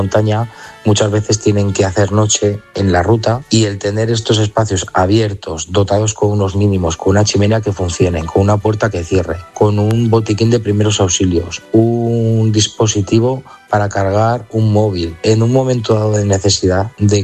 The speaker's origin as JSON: {"language": "Spanish", "town": "Zaragoza", "region": "Aragon", "country": "Spain", "said": "O sea, nosotros somos todos de Zaragoza, salimos un viernes de Zaragoza y el domingo regresamos con el trabajo hecho."}